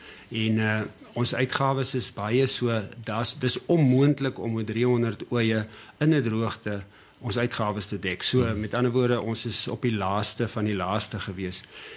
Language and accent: Afrikaans; Beaufort West, Western Cape, South Africa; moved away as an adult; now in Merweville, South Africa; ek kom van Beaufort West af, ek het daar op een plaas groot geword